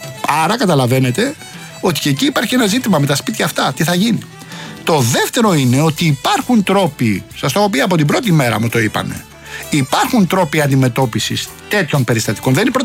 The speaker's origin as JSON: {"language": "Greek", "town": "Rafina", "region": "Attica", "country": "Greece", "said": "Εντάξει, στην περίπτωση αυτή είναι και ο τόπος μου και μαθαίνω 5 πράγματα παραπάνω. Τώρα, αφήνουμε τα της Ραφίνας."}